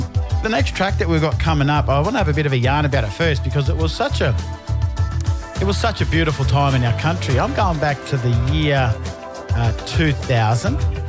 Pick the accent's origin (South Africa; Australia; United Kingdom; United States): Australia; now being an Australian